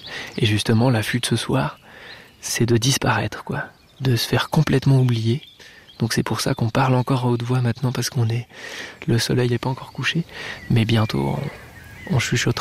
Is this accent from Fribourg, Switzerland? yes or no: no; Vaud, Switzerland; je suis photographe, j'ai 22 ans. Et ici, on est dans une forêt du Jura que j'aime beaucoup, pas très très loin de là où j'ai grandi